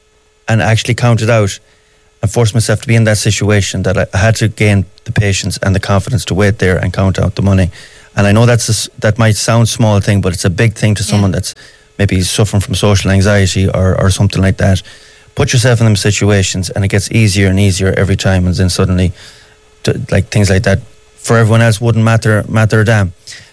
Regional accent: Swinford, Connacht, Ireland; moved away; I grew up in Swinford, aka Castletown, for any Hardy Bucks fans out there. And rural town, Mayo, nothing special about it, only for that it's my hometown.

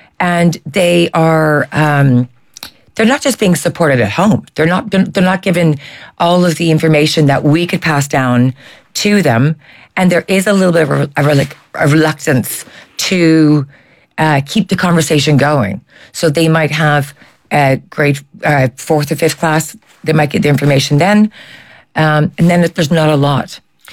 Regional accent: Canada; now in Ireland; I'm obviously not Irish, I'm Canadian, but moving over here

